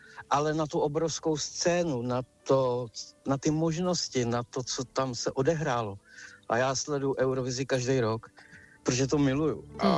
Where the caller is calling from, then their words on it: Znojmo, South Moravian Region, Czechia